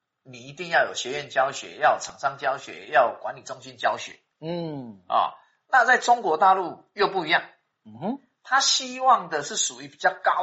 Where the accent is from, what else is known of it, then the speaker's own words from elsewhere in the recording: Taiwan; 好像我们台湾话讲说